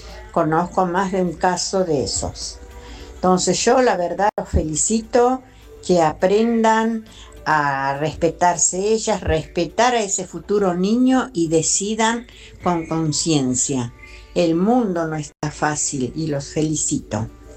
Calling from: Buenos Aires, Argentina; de Floresta.

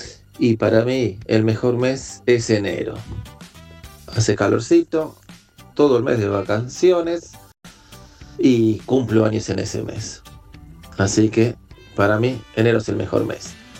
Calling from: Adrogué, Buenos Aires Province, Argentina; de Adrogué.

